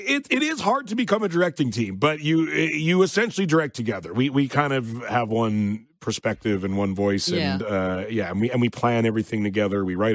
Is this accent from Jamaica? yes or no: no; Canada; As a Canadian